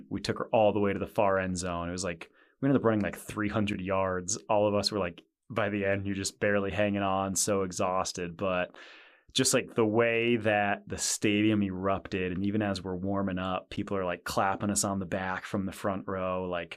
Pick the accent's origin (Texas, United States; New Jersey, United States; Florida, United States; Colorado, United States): Colorado, United States; Yeah. So I grew up in Southern Colorado. I've been a CU fan for a long time.